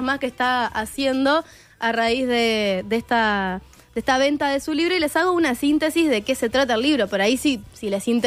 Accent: Rivera, Uruguay; Acá nos mandan, soy de Rivera, para mí Barraca es carpa.

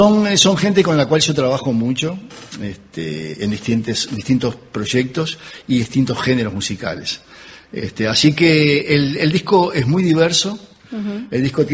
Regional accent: Montevideo, Uruguay; also born or lived in Juan Lacaze; En realidad yo nací en Juan Lacase, pero de chiquito me trajeron a Montevideo.

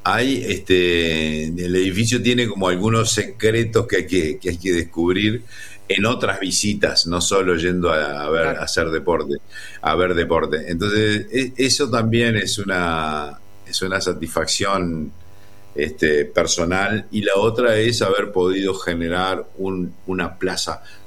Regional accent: Colonia, Uruguay

